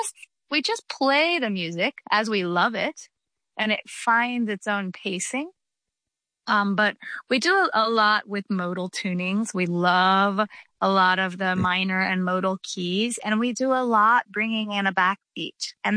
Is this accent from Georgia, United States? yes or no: yes; Atlanta, Georgia, United States; We were born, … and I were born and raised in Atlanta, Georgia.